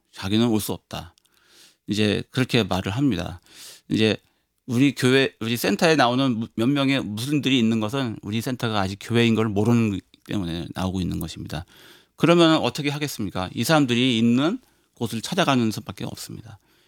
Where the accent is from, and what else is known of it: South Korea